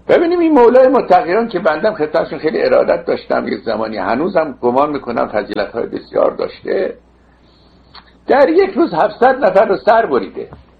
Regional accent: Iran; now in Los Angeles, United States; 24 ساعت ذهن ما در وطنمان هست، وطن اصلی ما.

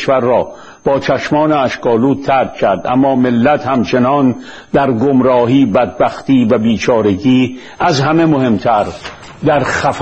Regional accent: Iran; چرا ما ایرانی موندیم

